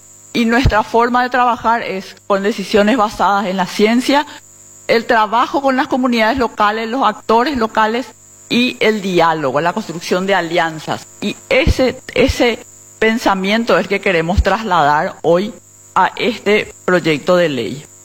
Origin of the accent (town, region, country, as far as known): Paraguay